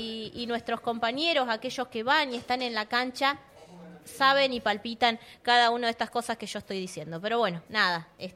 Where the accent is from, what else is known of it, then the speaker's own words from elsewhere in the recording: Argentina; Qué afortunados somos los argentinos.